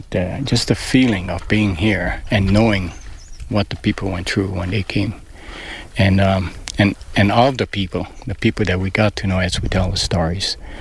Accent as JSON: {"language": "English", "region": "Hawaii", "country": "United States", "lives_now": "Rexburg, United States", "said": "It's Polynesian, and I'm from, originally I'm from Hawaii."}